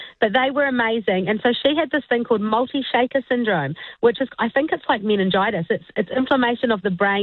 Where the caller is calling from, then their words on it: Wellington, New Zealand; We're down in Wellington.